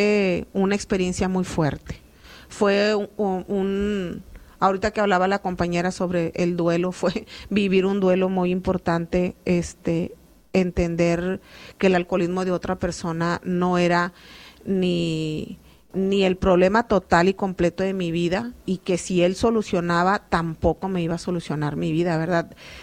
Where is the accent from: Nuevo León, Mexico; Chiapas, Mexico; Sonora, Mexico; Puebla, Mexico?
Nuevo León, Mexico; en nuestro estado de Nuevo León